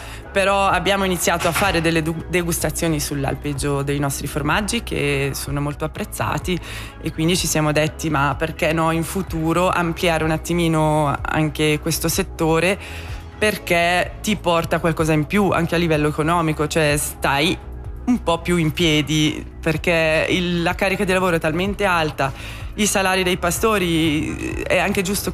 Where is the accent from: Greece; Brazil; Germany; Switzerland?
Switzerland; Val Calanca, Graubünden; also born or lived in French-speaking Switzerland; io sono tornata, sono cresciuta in Val Calanca, sì. Ma sono tornata poi nel 2012, ero partita per 10 anni in Svizzera francese